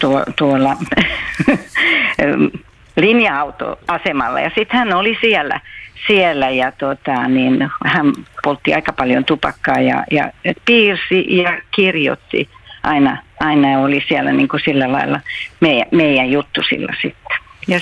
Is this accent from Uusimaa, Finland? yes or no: yes; Helsinki, Uusimaa, Finland; also born or lived in Hämeenlinna; mä oon syntynyt Helsingissä, sitten on nuoruuden ollut ensin Hämeenlinnassa ja sen jälkeen Santahaminaan.